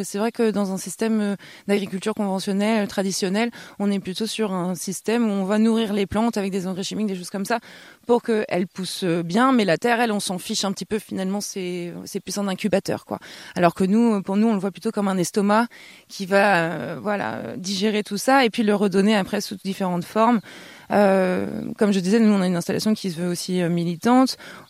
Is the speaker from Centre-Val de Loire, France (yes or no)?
yes; Centre-Val de Loire, France